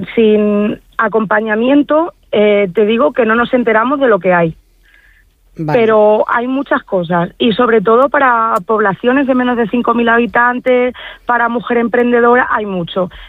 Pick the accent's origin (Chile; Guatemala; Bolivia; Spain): Spain; Cervera; Yo sin FADEMUR no habría salido de Cervera